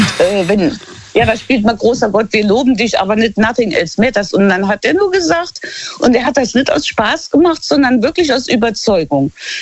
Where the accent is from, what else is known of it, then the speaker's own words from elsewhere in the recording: Luxembourg; und dieses gemähnte Kaffee heißt das bei uns in Luxemburg, das ist eigentlich ja, so eine altmodische Kneipe mit Kaffee